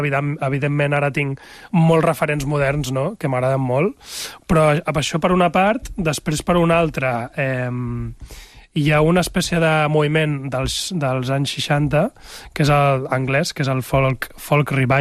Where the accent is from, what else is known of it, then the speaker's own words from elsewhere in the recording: Barcelona, Catalonia, Spain; now in L'Ametlla, Spain; És que és complicat, perquè soc de Barcelona, del barri d'Horta, estic empadronat a la Garriga, però visc a l'Ametlla.